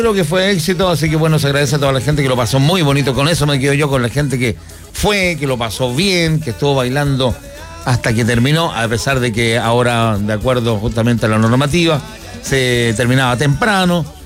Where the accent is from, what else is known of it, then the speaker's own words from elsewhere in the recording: Chile; Usted sabe cómo somos chaqueteros los chilenos